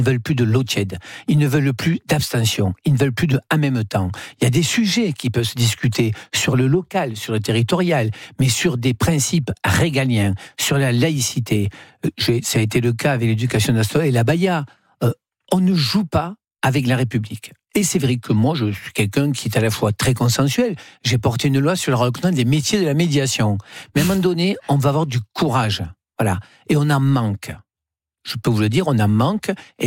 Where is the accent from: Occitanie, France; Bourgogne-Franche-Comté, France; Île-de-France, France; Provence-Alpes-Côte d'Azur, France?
Provence-Alpes-Côte d'Azur, France; une belle côte d'autoroute chez moi en Camargue, mesdames.